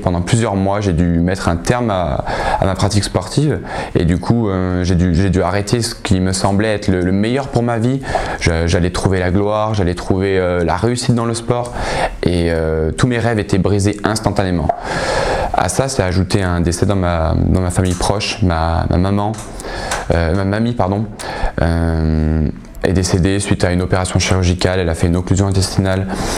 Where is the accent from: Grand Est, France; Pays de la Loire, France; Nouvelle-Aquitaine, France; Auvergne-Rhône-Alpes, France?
Auvergne-Rhône-Alpes, France; Oyonnax